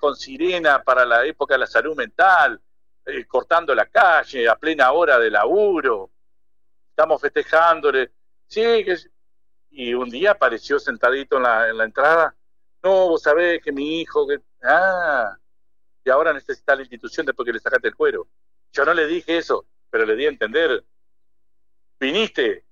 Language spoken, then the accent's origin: Spanish; Entre Ríos, Argentina; nosotros somos argentinos y tomamos mate? Y entrerriano ni hablar